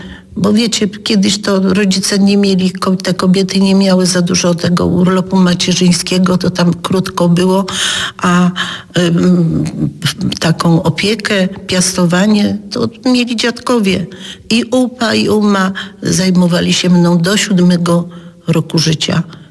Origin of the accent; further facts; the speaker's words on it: Silesian Voivodeship, Poland; accent: Silesian; ze Śląskiem, z jego historią, z tym, z tą tożsamością, co mówię zawsze o tym, że ja jestem stąd.